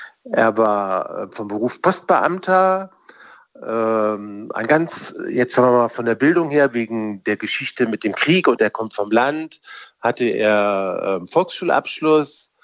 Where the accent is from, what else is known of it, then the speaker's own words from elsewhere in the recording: Kassel, Hesse, Germany; moved away; also born or lived in Berlin; ich bin in Kassel groß geworden